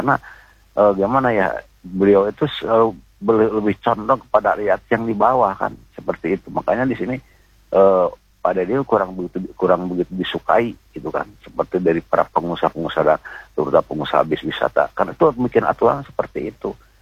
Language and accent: Indonesian; Garut, West Java, Indonesia; daerah saya kan mau ke pantai juga malam 100 kilo Bapak Prima ke pantai Santolo itu kan tempat saya kan jauh sekali kan 100 kilo itu kan di Garut kan Garut Selatan kan paling ujung kan